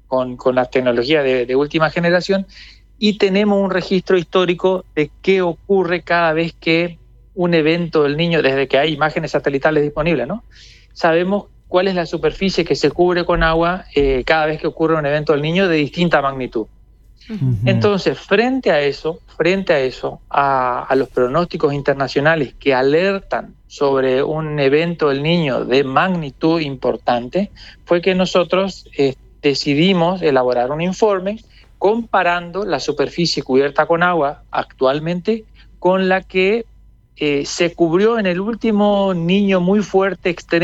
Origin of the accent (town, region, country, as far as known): Corrientes, Argentina